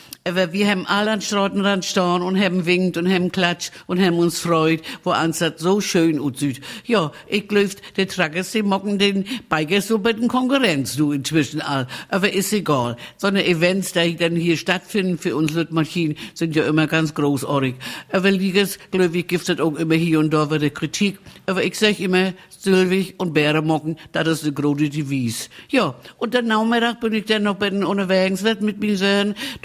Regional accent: Malchin, Mecklenburg-Vorpommern, Germany; In unserer schönen Waldarena da in Hainholz bei uns in Malchin. Wer die Gegend kennt, der weiß ja, dass das da unten ganz schön ist. Aber für uns Malchiner sagen wir ja immer

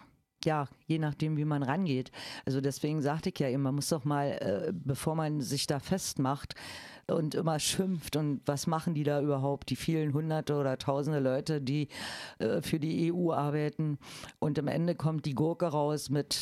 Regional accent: East Germany, Germany; für mich als Ostdeutsche, also die ihr fast ihr halbes Leben in Ostdeutschland zugebracht hat

